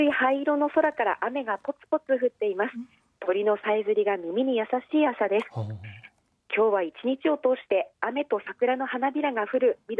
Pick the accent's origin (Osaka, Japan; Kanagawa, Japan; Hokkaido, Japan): Hokkaido, Japan; Sapporo; 愛してやまない地元札幌の観光をしてきました